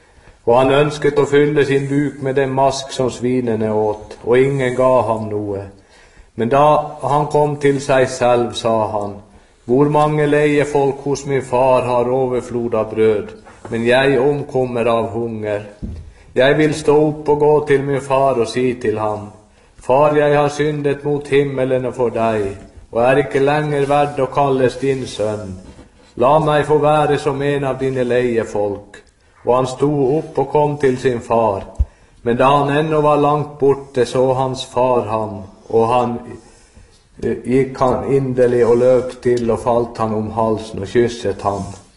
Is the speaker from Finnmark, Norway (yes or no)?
yes; Alta, Finnmark, Norway; så kommer jeg fra Alta